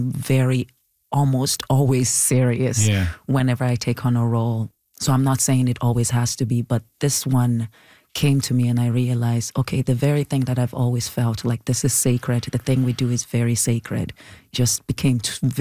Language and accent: English; Nigeria; accent: Nigerian; now in Canada; Canada has always been trying to suppress my Nigerian-ness, my act, because they were complaining about my accent.